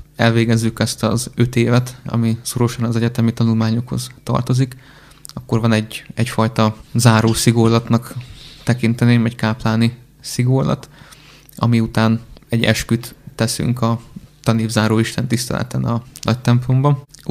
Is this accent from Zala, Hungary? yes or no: no; Fehérgyarmat, Szabolcs-Szatmár-Bereg, Hungary; now in Nyíregyháza, Hungary; mert én fehérgyarmati származású vagyok, de a szüleimmel már egy 10 éve felköltöztünk Nyíregyházára